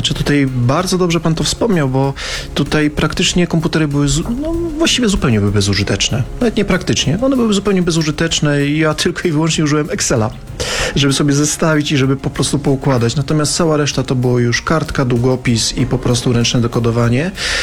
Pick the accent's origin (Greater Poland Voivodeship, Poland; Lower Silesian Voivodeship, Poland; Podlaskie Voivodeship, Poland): Greater Poland Voivodeship, Poland; Poznań; born there; Dla mnie urodzonego w Poznaniu tym bardziej. Ja się urodziłem w Poznaniu